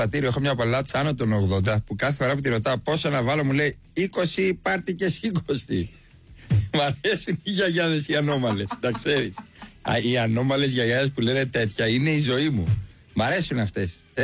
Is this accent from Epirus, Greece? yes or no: yes; Arta, Epirus, Greece; Εγώ δεν είμαι από το Λακαρνανί. Είμαι από την Άρτα. Άλλο που έχω δεσμούς. Έχω παντού δεσμούς, ρε παιδί μου, αλλά έχω φίλους Αγρίνιο εκεί.